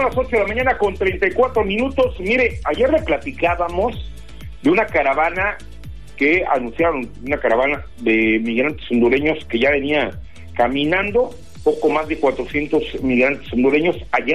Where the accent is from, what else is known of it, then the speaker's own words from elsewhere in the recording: Mexico; venga a nuestro país a buscar un futuro como los mexicanos lo hacemos en Estados Unidos